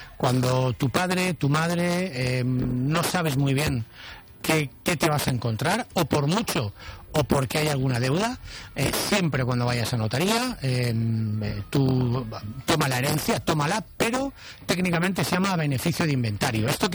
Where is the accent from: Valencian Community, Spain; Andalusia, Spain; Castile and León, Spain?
Valencian Community, Spain; Valencia; En mi ciudad natal, en Valencia